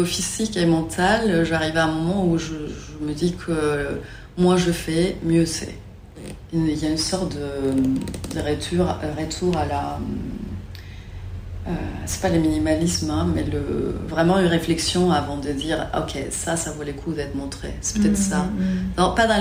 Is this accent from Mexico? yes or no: yes; Mexico; now in Marseille, France; Donc, c'est vrai que Marseille, ça ressemble en quelque sorte à cette ville dans laquelle j'ai grandi au Mexique.